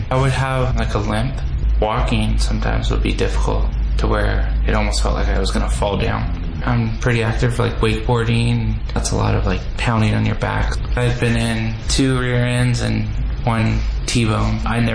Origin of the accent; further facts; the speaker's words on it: Wilsonville, Oregon, United States; from Wilsonville, Oregon.